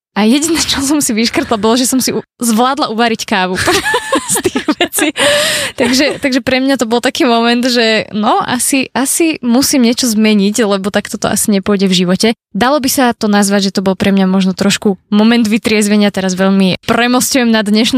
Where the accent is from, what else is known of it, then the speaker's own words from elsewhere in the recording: western Slovakia, Slovakia; ja by som trošku potrebovala lapiť takéto ľ a takto, lebo tiež akože som zo západu, tak sa to tu aj v rádiu učím.